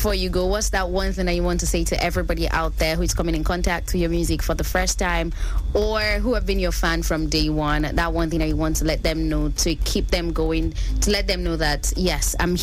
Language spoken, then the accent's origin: English; Nigeria; And I think that's the beautiful part about being a Nigerian. We're proud Nigerians.